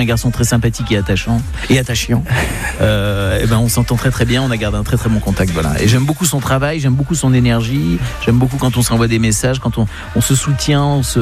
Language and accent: French; Nancy, Grand Est, France; Moi qui venais de province, je suis de Nancy